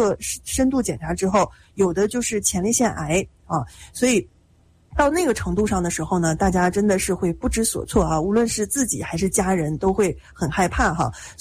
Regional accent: Northeast China, China; accent: Northeastern Mandarin (Dongbei); 这我们东北话啊

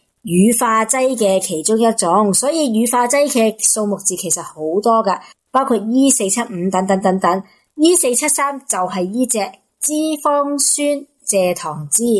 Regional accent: Hong Kong; 我哋香港人好多咧翻工一族啊

